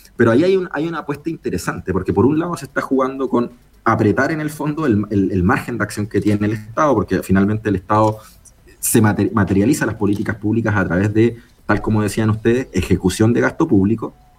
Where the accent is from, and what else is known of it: Chile